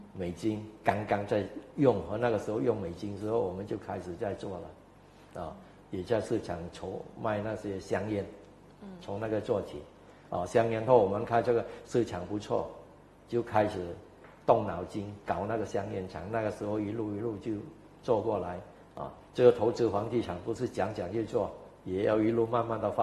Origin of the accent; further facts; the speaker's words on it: Cambodia